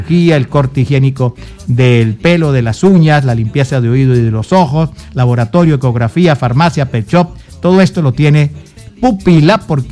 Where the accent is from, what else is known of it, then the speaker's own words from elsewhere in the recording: La Grita, Táchira, Venezuela; Todos somos parameros, yo también soy de La Grita.